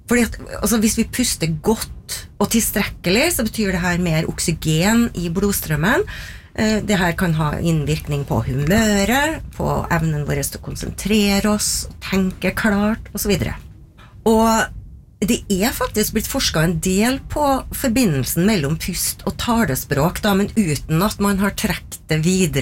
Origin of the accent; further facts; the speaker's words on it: Trøndelag, Norway; accent: Trøndelag dialect; for eksempel at trønderdialekten styrer pustemønstret vårt på, har noe å gjøre med hvordan jeg er som trønder.